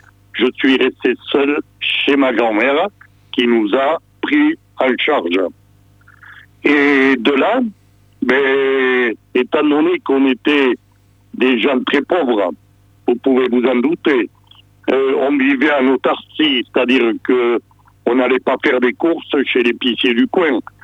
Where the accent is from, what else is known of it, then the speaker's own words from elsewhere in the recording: Castelnau-Camblong, Nouvelle-Aquitaine, France; also born or lived in Bétharram; Je suis né dans un petit village du Béarn, à Castelnau-Camblon, dans les Pyrénées-Atlantiques. Je suis né donc dans la maison où j'habite, en 1946, donc ça fait quelques années.